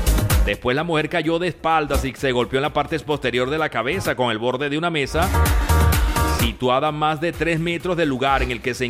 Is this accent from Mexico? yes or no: no; Venezuela; now in Spain; a nosotros los venezolanos nos retumba en la cabeza: inflación, señores.